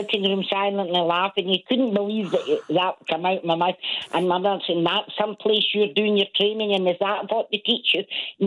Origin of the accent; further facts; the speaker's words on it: Scotland, United Kingdom; moved away as an adult; also born or lived in Glasgow; I was brought up in a non-swearing household, and I went to do my nurse's training in Glasgow. I was brought up outside Pitlochry